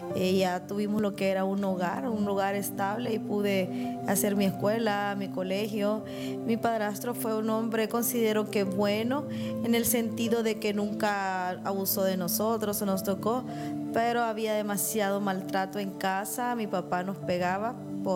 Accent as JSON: {"language": "Spanish", "town": "La Ceiba", "region": "Atlántida", "country": "Honduras", "tie": "born there", "also_born_or_lived": "Tocoa, Colón, Honduras", "said": "Nací en la ciudad, en Tocoa, Colón, ¿verdad? Me crié en la ciudad de La Ceiba. Soy la mayor de 6 hermanos."}